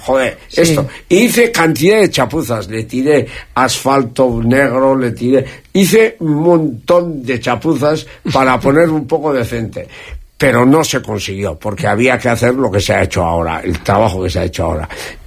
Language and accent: Spanish; Eibar, Basque Country, Spain; Yo soy una persona que hasta los de Jaca me han conocido que soy de Ibar.